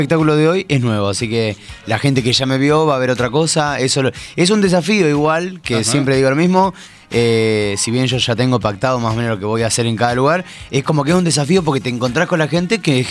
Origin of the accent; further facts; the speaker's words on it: Coronel Dorrego, Buenos Aires Province, Argentina; born there; now in Mar del Plata, Argentina; Yo soy nacido en Dorrego, si bien vivo en Mar del Plata hace 17 años.